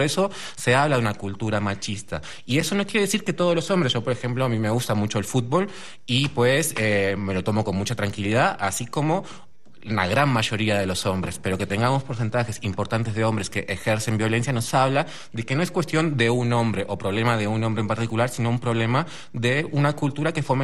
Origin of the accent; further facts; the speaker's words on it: Uruguay; now in Mexico; cuando era niño, yo soy hincha de Peñarol, pues iba al estadio en Uruguay, como es un país muy chiquito